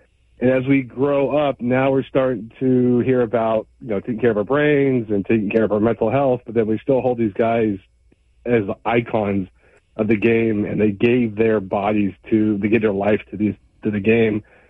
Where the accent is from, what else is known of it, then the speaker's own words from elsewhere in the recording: the Bay Area, California, United States; when I was born in 1980, so I grew up in the Bay